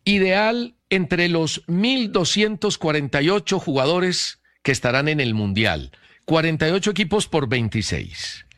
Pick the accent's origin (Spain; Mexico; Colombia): Colombia